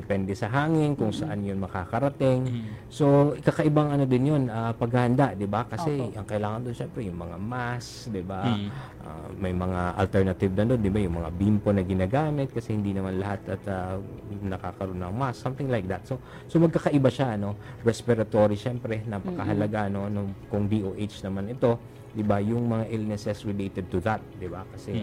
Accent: Masbate, Bicol Region, Philippines

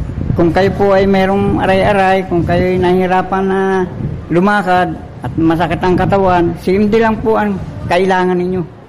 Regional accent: Lopez, Calabarzon, Philippines; Taga Rizal Poblacion, Lopez Quezon.

